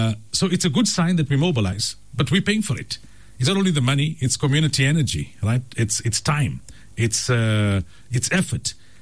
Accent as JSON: {"language": "English", "country": "South Africa"}